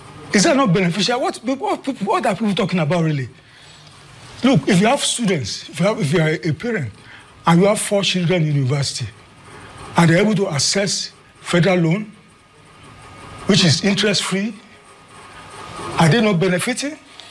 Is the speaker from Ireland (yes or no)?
no; Nigeria; I'm a Nigerian.